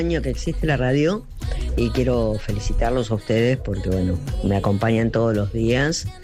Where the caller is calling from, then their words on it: Buenos Aires, Argentina; soy de San Cristóbal y trabajo en Barranca Belgrano.